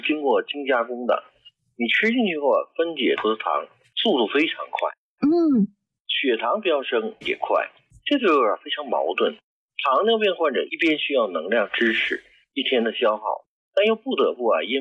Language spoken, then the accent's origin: Chinese; China